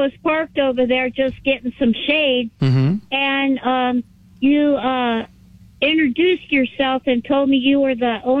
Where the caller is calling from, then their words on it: Norco, California, United States; I'm over in Old Town on Corona Avenue by the church.